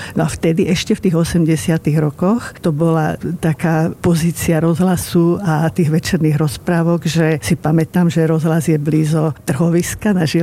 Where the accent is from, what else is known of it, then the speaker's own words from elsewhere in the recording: Bratislava, Bratislava Region, Slovakia; born there; A možno, že je to aj tým, že som sa narodila v Bratislave na Dobšinského ulici, takže tie rozprávky mi ako prirastli k srdcu a zostala som im verná.